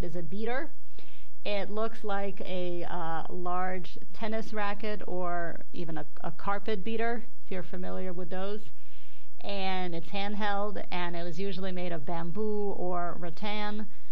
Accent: United States; also born or lived in Japan; as an American

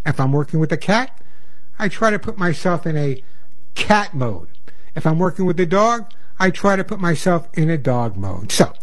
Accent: New York City, New York, United States; I'm a New Yorker, ex-New Yorker. I talk quickly.

